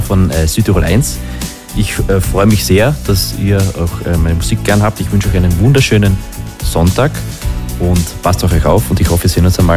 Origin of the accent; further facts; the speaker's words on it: Carinthia, Austria; ist für mich oder wird für mich immer die Heimat sein.